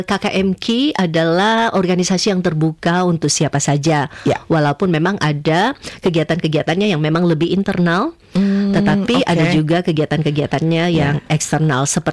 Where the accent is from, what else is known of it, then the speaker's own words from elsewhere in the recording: Minahasa, North Sulawesi, Indonesia; dari bahasa okay, di daerah saya ya.